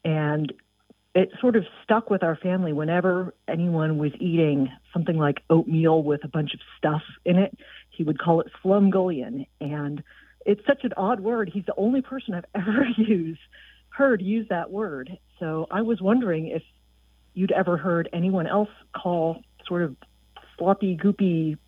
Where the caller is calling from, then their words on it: Aiken, South Carolina, United States; I'm calling from Aiken, South Carolina.